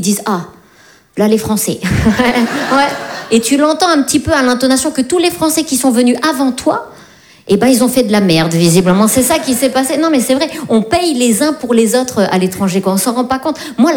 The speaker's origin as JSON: {"language": "French", "country": "France", "said": "Parce qu'on est Français, voilà, c'est pour ça."}